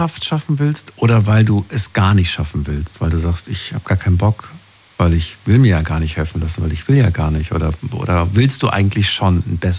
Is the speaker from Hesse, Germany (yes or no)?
yes; Frankfurt, Hesse, Germany; Außerdem bin ich in Frankfurt richtig groß geworden und in Frankfurt erlebst du alles.